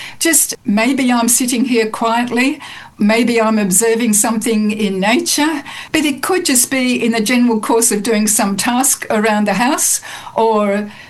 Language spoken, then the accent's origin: English; Queensland, Australia; I grew up in Queensland here in Australia.